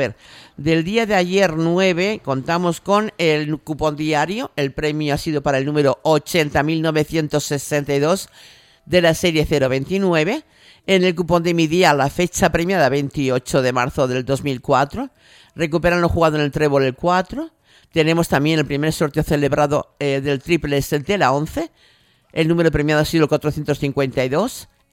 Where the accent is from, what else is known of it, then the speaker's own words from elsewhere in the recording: Canary Islands, Spain; Yo, pues yo soy de, vivo en Canarias. Ah, en Canarias, Tenerife. Digo, no, Gran Canaria.